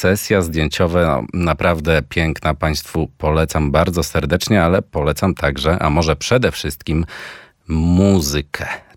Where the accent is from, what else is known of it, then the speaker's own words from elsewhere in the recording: Sanok, Subcarpathian Voivodeship, Poland; bo ja pochodzę z Sanoka